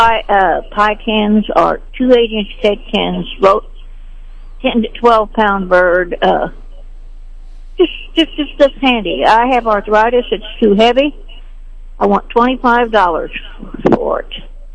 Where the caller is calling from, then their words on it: Sedalia, Missouri, United States; I'm calling from Sedalias.